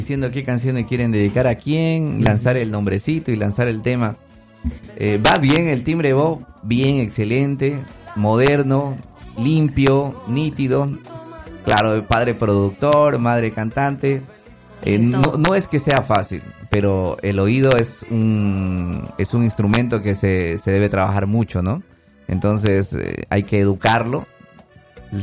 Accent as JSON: {"language": "Spanish", "country": "Bolivia"}